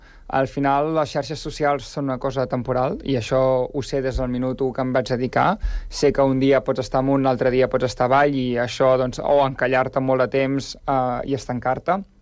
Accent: Girona, Catalonia, Spain; Al final, venim de Girona, que és també, jo considero que és una ciutat petita

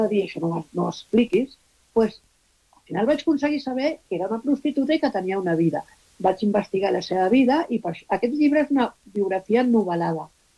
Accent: Barcelona, Catalonia, Spain

